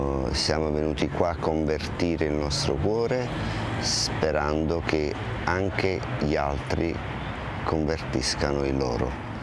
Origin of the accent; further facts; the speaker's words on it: Naples, Campania, Italy; veniamo da Napoli.